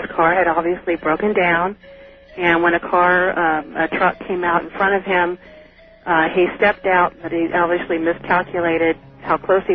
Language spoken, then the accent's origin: English; Salinas, California, United States; moved away; Well, I moved from Salinas about 5 years ago.